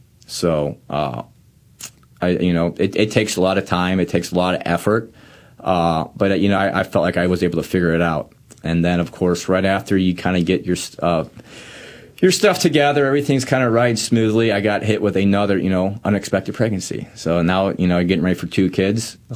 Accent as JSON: {"language": "English", "town": "Ferguson", "region": "Missouri", "country": "United States", "tie": "born there", "said": "Catholic. Cradle Catholic is what you would say. I actually started out in the, I'm from Ferguson. My parents are both Ferguson, Missouri. So we grew up at a parish that I still call it. It was called St. John and James."}